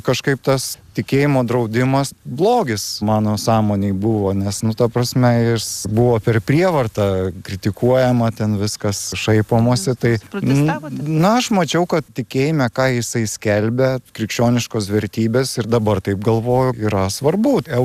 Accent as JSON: {"language": "Lithuanian", "town": "Širvintos", "region": "Vilnius County", "country": "Lithuania", "tie": "born or raised there", "said": "Na, tarkim, ir aš augau nedideliam miestelį Širvintose, ten buvo sodas, tai man patiko laipėt viską"}